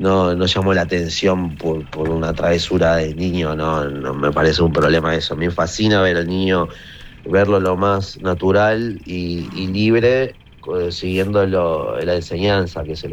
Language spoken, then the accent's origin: Spanish; Buenos Aires, Argentina; born there; Yo nací en Buenos Aires, pero toda mi familia es de Jujuy.